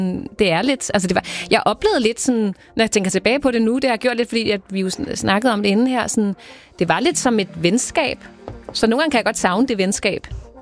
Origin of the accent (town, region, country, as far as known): Skovshoved, Capital Region of Denmark, Denmark; born or raised there